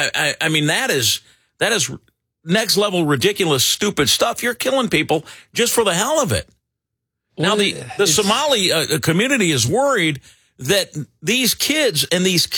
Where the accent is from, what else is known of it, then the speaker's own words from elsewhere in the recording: Winfield, Illinois, United States; when I was raised in Winfield in West Chicago